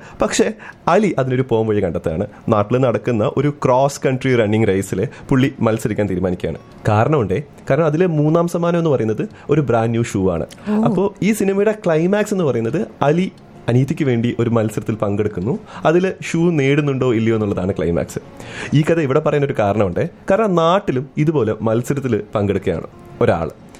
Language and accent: Malayalam; Kollengode, Kerala, India; moved away as an adult; now in Canada; നമ്മൾ പാലക്കാട് കൊല്ലംകോട് എന്ന് പറയുന്ന ഒരു ഗ്രാമത്തിൽ നിന്നാണ് വരുന്നത്. അപ്പം ചിങ്ങമാസത്തിലെ മഴയ്ക്ക് അവിടെ പറഞ്ഞറിയിക്കാൻ പറ്റാത്തൊരു ഭംഗിയുള്ളൊരു നാടാണ്.